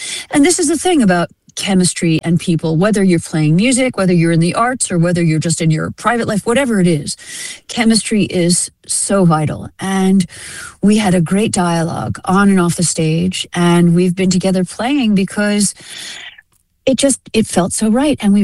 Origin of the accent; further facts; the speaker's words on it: East Coast, United States; Jim is a Brit, and I'm from the East Coast. So we're all pretty much the same age